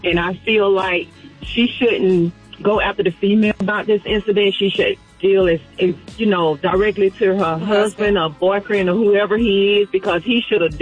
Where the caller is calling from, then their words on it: Sugarloaf, Georgia, United States; I'm calling from Sugarloaf.